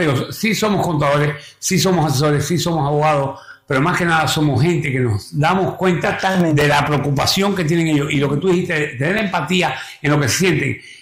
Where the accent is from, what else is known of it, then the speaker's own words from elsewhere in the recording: Cuba; now in New York, United States; yo soy cubano